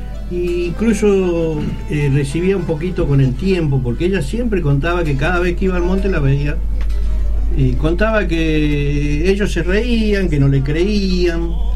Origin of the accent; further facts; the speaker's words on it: Joaquín V. González, Salta, Argentina; Nosotros somos de Joaquín B. González, del departamento de Anta.